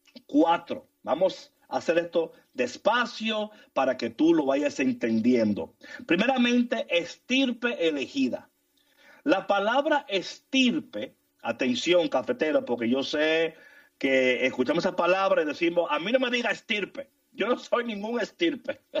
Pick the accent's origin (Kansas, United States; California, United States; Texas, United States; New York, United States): New York, United States; yo me acuerdo cuando yo crecí en New York, a mí me encantaba jugar basketball.